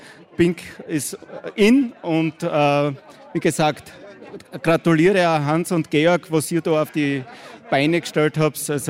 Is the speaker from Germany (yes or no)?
no; Styria, Austria; Unbedingt. Wir sind alle Steirer